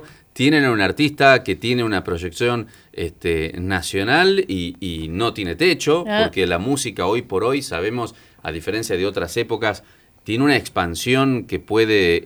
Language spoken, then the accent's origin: Spanish; Santiago del Estero, Argentina; como santiagueños siento que somos hasta hermanos